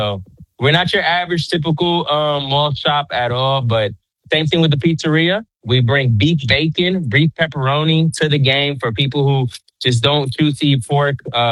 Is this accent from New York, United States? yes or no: yes; New York, United States; now in Port Arthur, United States; I'm originally from New York. Been living in Port Arthur, Beaumont, Texas since 2009.